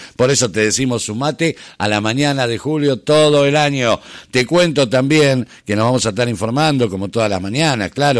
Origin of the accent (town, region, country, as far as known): Argentina